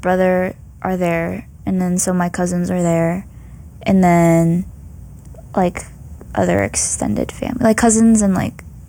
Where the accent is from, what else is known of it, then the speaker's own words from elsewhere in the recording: Malaysia; I'm Malaysian.